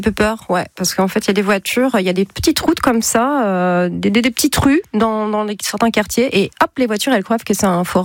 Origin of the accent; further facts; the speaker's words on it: Île-de-France, France; moved away; also born or lived in Puisaye; Moi, je suis de région parisienne, mais depuis toujours, en fait, j'ai mon cœur depuis que je suis née en Puisaye.